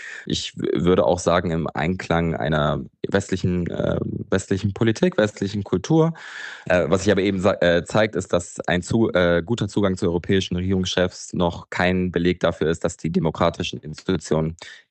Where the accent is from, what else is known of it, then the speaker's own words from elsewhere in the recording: Germany; Genau, ich bin in Deutschland geboren und auch aufgewachsen